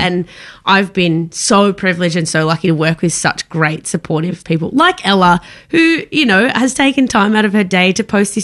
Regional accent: Tasmania, Australia; born there; moved away; I was born in Tasmania and moved to Nam 13 years ago to pursue my musical dreams, and I've been playing here ever since.

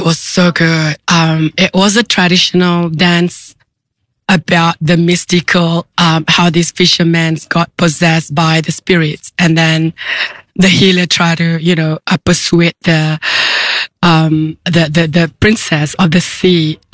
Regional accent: Malaysia; And it's so close to my heart because I'm from Malaysia too. So I remember all the songs.

